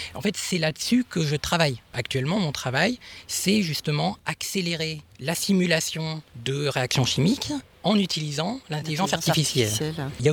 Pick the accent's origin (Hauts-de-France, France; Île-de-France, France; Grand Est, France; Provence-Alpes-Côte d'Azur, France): Hauts-de-France, France; Béthisy-Saint-Pierre; Moi, je suis originaire de Béthisy-Saint-Pierre. Je suis resté ici jusqu'au bac que j'ai eu à Compiègne.